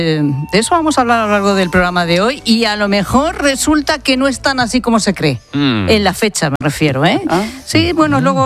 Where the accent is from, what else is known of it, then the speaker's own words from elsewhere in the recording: María de Alista, Castile and León, Spain; hoy es la fiesta de mi pueblo, de María de Alista, ¿sí?, en Zamora